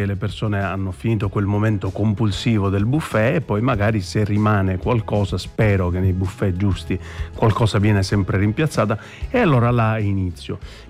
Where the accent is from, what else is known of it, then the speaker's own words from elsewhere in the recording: Sicily, Italy; Io sono siciliano, quindi in Sicilia il cibo è, come dire, qualcosa di importante, qualcosa di serio.